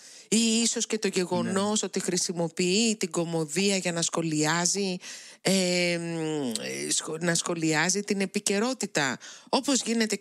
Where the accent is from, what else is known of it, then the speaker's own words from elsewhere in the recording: Greece; επειδή είμαι από την Ελλάδα